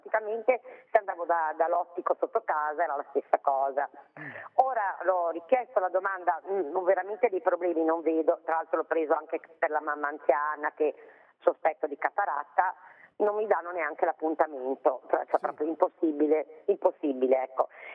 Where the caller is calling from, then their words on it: Genoa, Liguria, Italy; noi siamo di Pra